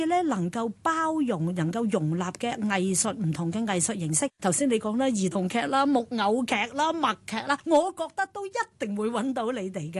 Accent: Hong Kong; 我哋香港人

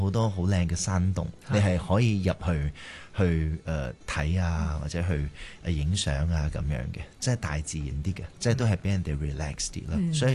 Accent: Ipoh, Perak, Malaysia; 係啊，係啊，我喺怡保長大。

